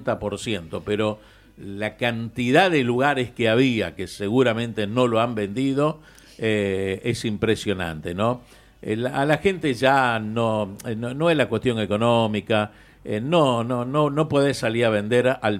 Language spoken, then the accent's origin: Spanish; Argentina